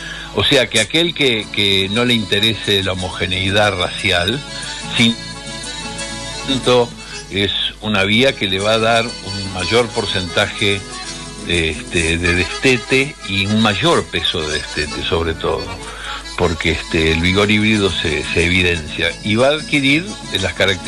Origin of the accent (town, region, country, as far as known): Argentina